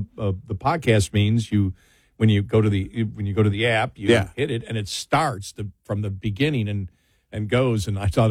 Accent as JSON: {"language": "English", "town": "Buffalo", "region": "New York", "country": "United States", "said": "I'm from Buffalo, so I never trust any of my teams going to do good luck."}